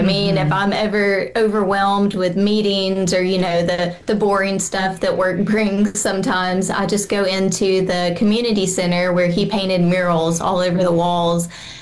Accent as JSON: {"language": "English", "region": "Mississippi", "country": "United States", "tie": "born or raised there", "also_born_or_lived": "Corinth, Mississippi / Jackson, Mississippi", "lives_now": "Ocean Springs, United States", "said": "so I've been in Mississippi most of my life, and it's funny, I was born in Corinth, and then I've made my way as far south as you can go in the state. But we moved to Ocean Springs a couple of years ago. I was in Jackson for about 10 years."}